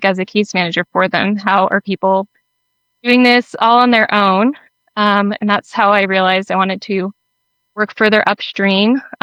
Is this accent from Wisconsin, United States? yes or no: no; Nampa, Idaho, United States; I grew up here in Nampa. And when I was 15, my dad took me on a trip to Haiti after that devastating earthquake in 2010.